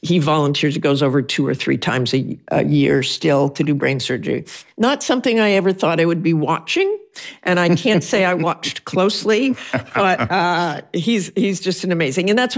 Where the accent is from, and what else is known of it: Salt Lake City, Utah, United States; born or raised there